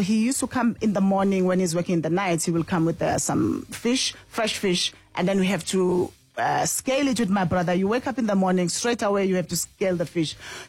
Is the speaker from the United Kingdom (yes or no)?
no; South Africa; moved away; we as South Africans, our flavors are so bold.